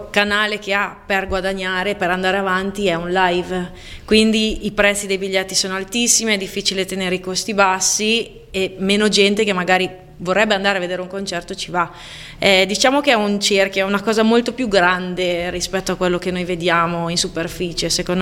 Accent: Casalmorano, Lombardy, Italy; moved away as an adult; now in Cremona, Italy; io da che vivo in città, perché io sono di campagna, cioè sono di Casalmorano ma vivo a Cremona da 2 anni, da che vivo proprio la città

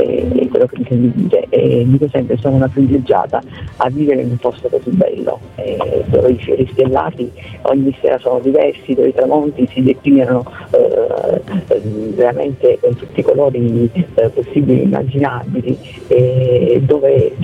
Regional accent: Pietrapertosa, Basilicata, Italy

